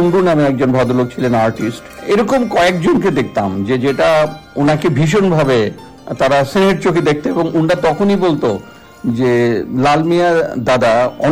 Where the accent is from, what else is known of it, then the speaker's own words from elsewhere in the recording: Narail, Khulna Division, Bangladesh; আমি নড়াইলে বড় হয়েছি, আমার এজ এখন 69।